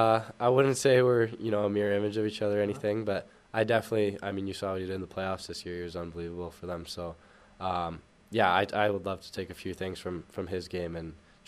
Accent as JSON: {"language": "English", "town": "Vancouver", "region": "British Columbia", "country": "Canada", "tie": "born or raised there", "said": "Yeah, he was on the Canucks for a couple of years there, and one of my buddies that I played with minor hockey"}